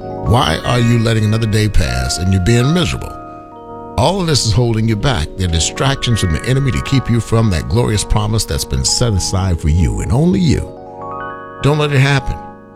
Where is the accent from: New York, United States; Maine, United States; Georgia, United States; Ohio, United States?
Georgia, United States; Savannah; now in Virginia, United States; I'm from Savannah, Georgia, so to leave Virginia and go all the way home